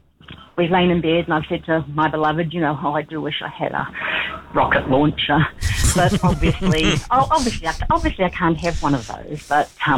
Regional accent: Auckland, New Zealand; I'm from Auckland, and I know that many the time boy racers or local lads have decided to have a go on a nearby roundabout

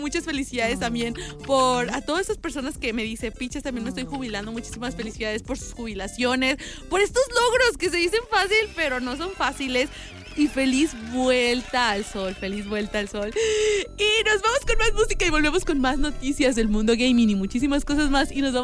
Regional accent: León, Guanajuato, Mexico; ¿Sí creen que los leoneses tenemos el acento así cantadito de dice Alan que sabe?

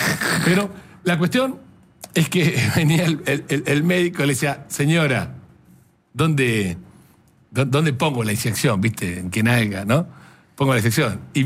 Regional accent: Buenos Aires, Argentina; now in La Plata, Argentina

